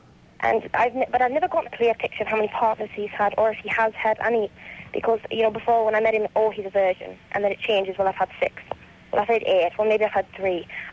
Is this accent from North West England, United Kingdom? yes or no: no; North East England, United Kingdom; I'm calling from Chicago, but I'm from the northeast of England, and I'm going back tomorrow